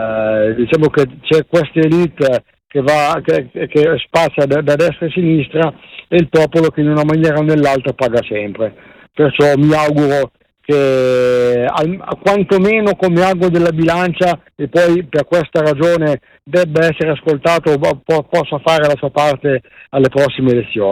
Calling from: Alessandria, Piedmont, Italy; sono da Alessandria e non da Ro.

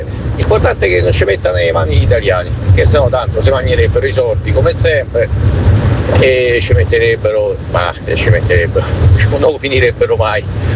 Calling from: Rome, Lazio, Italy

